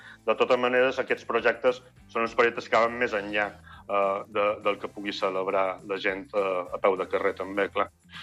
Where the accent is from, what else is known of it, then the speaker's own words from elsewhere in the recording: United Kingdom; per la meva banda estic celebrant, també, perquè som mig britànic i amb aquest Mundial he estat anant amb Anglaterra